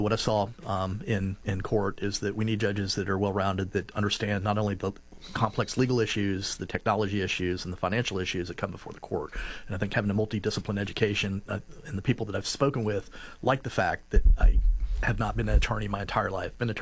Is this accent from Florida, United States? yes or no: yes; Seminole County, Florida, United States; I grew up in Seminole County, 1985 graduate of Lake Mary High School, came from very humble beginnings.